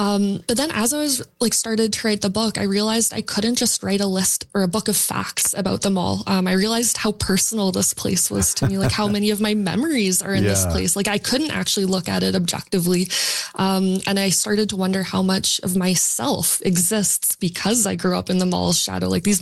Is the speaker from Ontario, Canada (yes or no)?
no; Edmonton, Alberta, Canada; moved away as an adult; I moved to Vancouver to go to grad school. And then through introducing myself to people, I would say that I'm from Edmonton